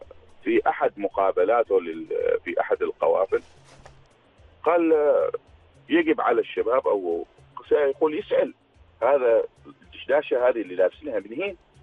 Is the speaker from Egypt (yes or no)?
no; Oman; أنا عماني